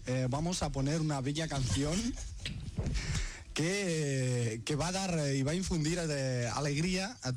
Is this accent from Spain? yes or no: yes; Catalonia, Spain; accent: Catalan; Mi acento catalán vuelve por Navidad.